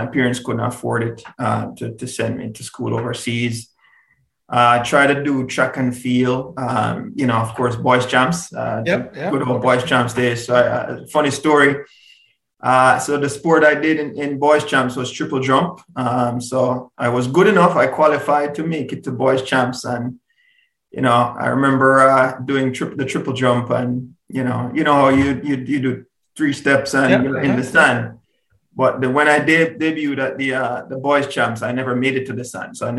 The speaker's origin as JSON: {"language": "English", "town": "Spanish Town", "region": "Saint Catherine", "country": "Jamaica", "tie": "born or raised there", "moved": "yes"}